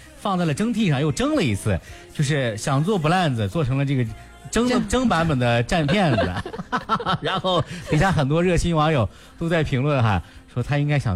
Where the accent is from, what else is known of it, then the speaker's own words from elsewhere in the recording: Shanxi, China; 我们山西人的执念